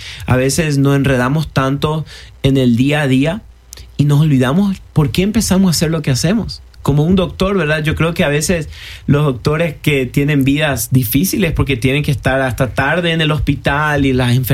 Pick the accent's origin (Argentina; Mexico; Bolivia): Argentina; moved away; Yo era un, como decimos allá en Argentina, un pibe, un adolescente.